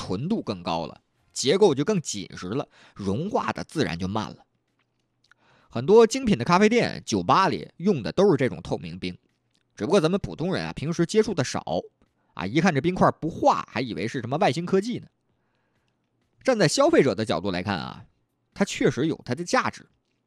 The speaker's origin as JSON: {"language": "Chinese", "region": "Northeast China", "country": "China", "accent": "Northeastern"}